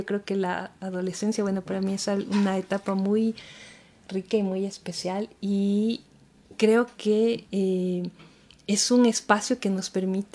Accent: Ecuador; pero creo que como docentes ecuatorianos o bueno, cualquier docente en el mundo

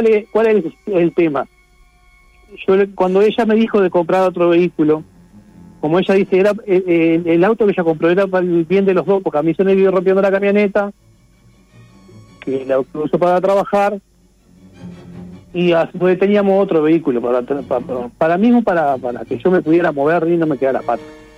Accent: Uruguay; A ver, somos uruguayos y nos matamos trabajando.

